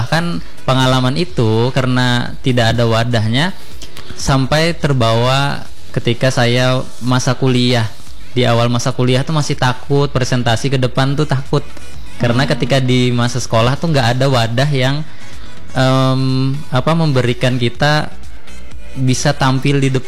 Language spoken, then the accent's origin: Indonesian; Palangkaraya, Central Kalimantan, Indonesia; Iya, lahir dan besar di Kota Palangkaraya.